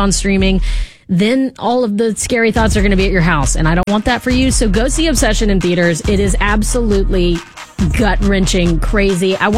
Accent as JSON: {"language": "English", "town": "Mobile", "region": "Alabama", "country": "United States", "said": "If you are from Mobile, which I'm from Mobile, I actually know people who knew the guy that directed this movie."}